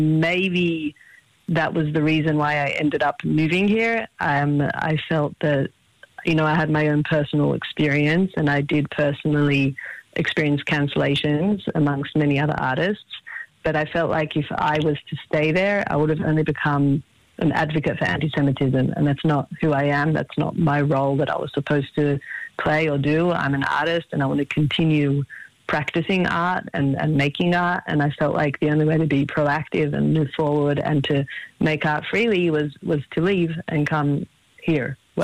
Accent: Melbourne, Victoria, Australia; moved away as an adult; now in Israel; I am a recent Ola. I came here 2 years ago, and I came from Melbourne, Australia.

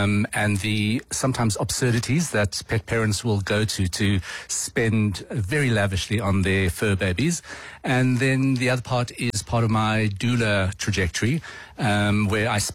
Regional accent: Pretoria, Gauteng, South Africa; I landed up in Pretoria, growing up in Pretoria, Asian, with a different sexual orientation and with a very funny dress sense.

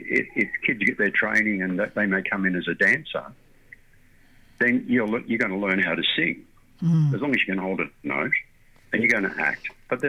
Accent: Sydney, New South Wales, Australia; born there; also born or lived in Moree, New South Wales; I'm from Moree and I'm out at Miller Green Valley growing up and I could go to Liverpool Olympic swimming pool in 1965 and I'm 9 years of age.

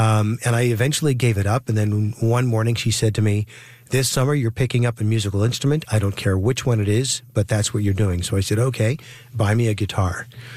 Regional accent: Montreal, Quebec, Canada; I was born and raised in Montreal at the Royal Victoria Hospital on the morning of Wednesday, June 7th, 1967.

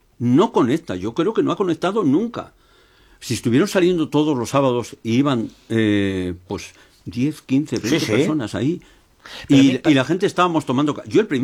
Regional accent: Aranda de Duero, Castile and León, Spain; also born or lived in Valladolid; Yo como vallisoletano me gustaría que todo se quedase en Valladolid. Como arandino me encantaría que aquí viniesen universidades, hospitales, no sé qué.

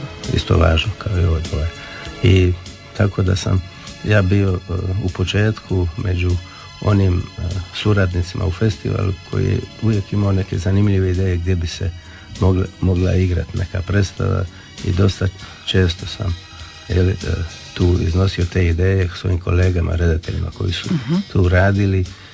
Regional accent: Dubrovnik, Dubrovnik-Neretva County, Croatia; I mislim da ono što ja kao rođeni Dubrovčanin imam, to ja imam i u svijesti i u posvijesti sliku cijelog grada.

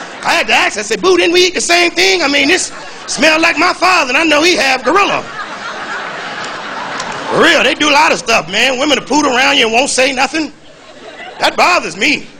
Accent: Chicago, Illinois, United States; I'm from the Midwest, I'm from Chicago. That's right, the Chi-Town where we party at.

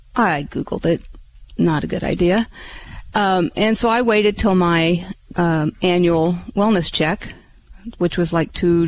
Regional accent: Auburn, Illinois, United States; Raised in Auburn. I went to school here, graduated high school, met my husband, got married, may had a family.

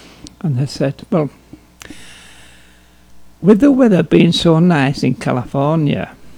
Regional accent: Yorkshire and the Humber, United Kingdom; moved away; Originally, I'm from Yorkshire in England.

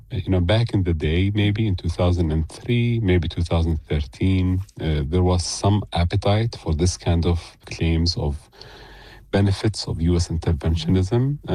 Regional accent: Baghdad, Baghdad Governorate, Iraq; I was born in Baghdad and grew up there on and off.

